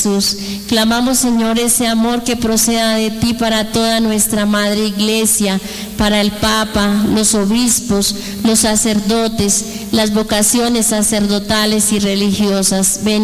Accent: Colombia; Hoy postrados aquí como colombianos

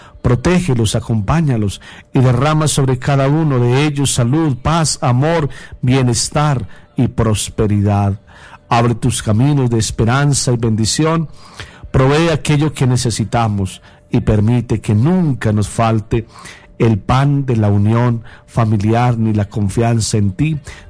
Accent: Colombia; nos unimos a todos hoy como familia colombiana.

